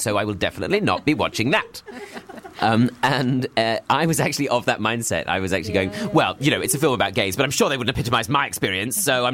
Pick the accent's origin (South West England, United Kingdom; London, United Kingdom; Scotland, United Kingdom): London, United Kingdom; Bromley; where I grew up in Bromley.